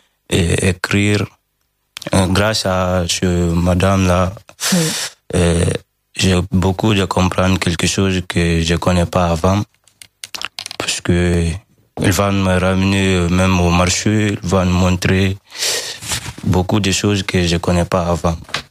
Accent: Guinea; d'abord, je viens de la Guinée-Conakry.

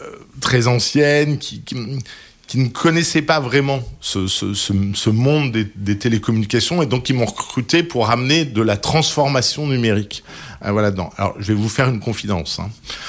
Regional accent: La Rochelle, Nouvelle-Aquitaine, France; moved away; je suis originaire de La Rochelle.

